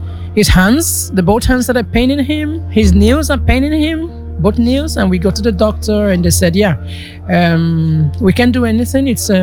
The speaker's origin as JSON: {"language": "English", "country": "Nigeria", "lives_now": "Netherlands"}